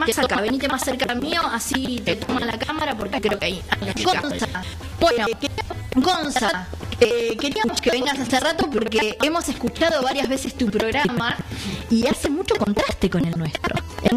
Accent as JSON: {"language": "Spanish", "country": "Argentina", "said": "nosotros como argentinos"}